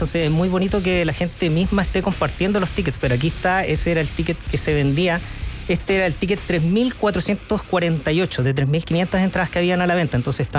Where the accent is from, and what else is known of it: Chile